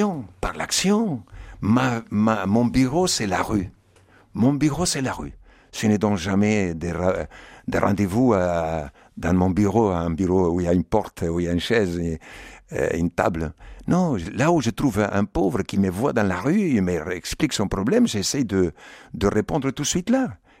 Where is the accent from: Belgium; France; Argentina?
Argentina; moved away as an adult; now in Madagascar; Quand j'ai quitté l'Argentine, j'ai pleuré. J'ai pleuré quand j'ai quitté l'Argentine. Je l'ai quitté en 1968, en bateau.